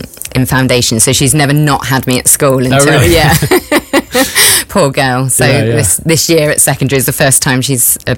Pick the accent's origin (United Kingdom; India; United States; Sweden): United Kingdom; Totnes, South West England; now in Plymouth, United Kingdom; I grew up in Totnes, so which is about half an hour away. Grew up there, always lived there. My family have always been from there. My dad had always lived there.